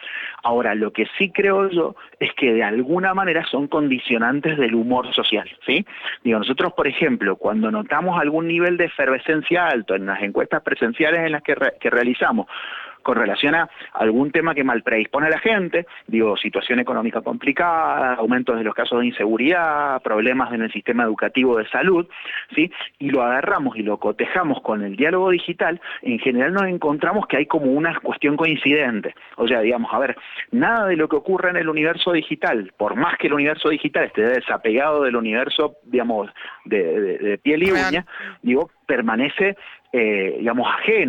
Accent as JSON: {"language": "Spanish", "region": "Mendoza", "country": "Argentina", "said": "como nosotros somos de Mendoza, le preguntamos a la gente cómo anda, la saludamos."}